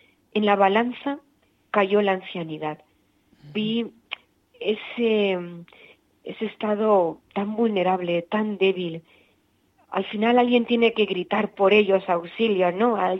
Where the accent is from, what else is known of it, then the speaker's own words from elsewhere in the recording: Oliva, Valencian Community, Spain; yo soy hija de Oliva, de un pueblecito, el último pueblecito de Valencia, y vengo de una familia cristiana practicante. Mis padres toda la vida han sido panaderos